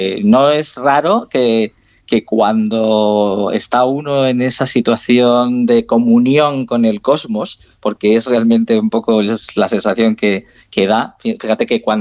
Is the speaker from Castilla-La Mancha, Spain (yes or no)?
yes; Turmiel, Castilla-La Mancha, Spain; Bueno, yo en mi pueblo, como te decía antes